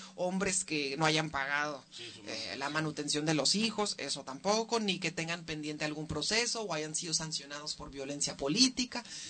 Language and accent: Spanish; Mexicali, Baja California, Mexico; es una mujer orgullosamente mexicalense, cachanilla, 100%. Soy puro cachanilla, lo digo sin pretensión. Soy de Baja California, norteña de corazón, 100% además cimarrona. Crecí, estudié aquí, estudié Derecho en la Universidad Autónoma de Baja California